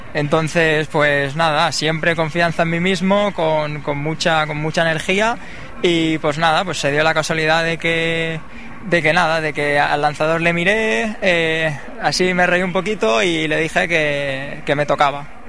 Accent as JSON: {"language": "Spanish", "town": "Reus", "region": "Catalonia", "country": "Spain", "said": "Yo de Reus, vivo en Reus"}